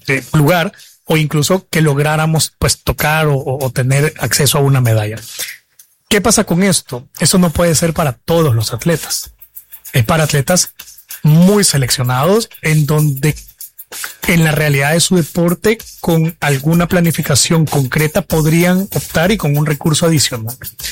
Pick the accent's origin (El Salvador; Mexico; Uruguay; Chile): El Salvador; como salvadoreños tenemos a 240 atletas en Santo Domingo representándonos en 41 disciplinas deportivas.